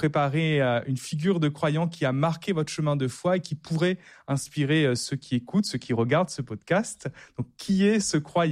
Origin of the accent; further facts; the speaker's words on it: Réunion, France; moi, je suis réunionnais et Saint-François-Xavier, c'est le saint patron du diocèse de la Réunion.